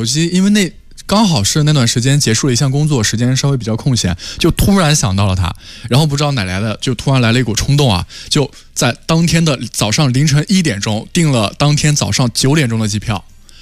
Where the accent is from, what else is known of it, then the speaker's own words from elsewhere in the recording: Xuzhou, Jiangsu, China; 我是徐州人嘛